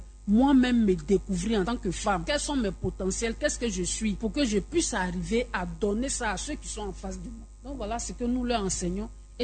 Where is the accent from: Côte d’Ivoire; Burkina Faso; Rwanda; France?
Côte d’Ivoire; Abidjan; Mais chez nous, à Abidjan, ici, non.